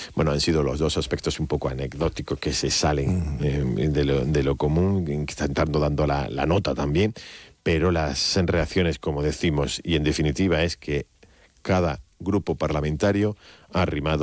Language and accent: Spanish; Catalonia, Spain; yo como Gaudí soy catalana.